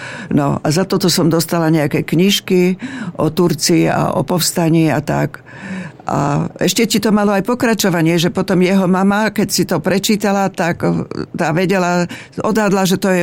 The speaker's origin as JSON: {"language": "Slovak", "town": "Blatnica", "region": "Žilina Region", "country": "Slovakia", "tie": "born or raised there", "said": "lebo my sme boli autobusári z Blatnici"}